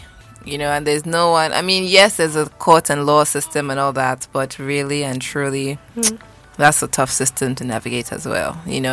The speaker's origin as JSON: {"language": "English", "country": "Nigeria", "said": "I'm a Nigerian, you know, that I love it, but you know, me too, I feel the effects of it, you know?"}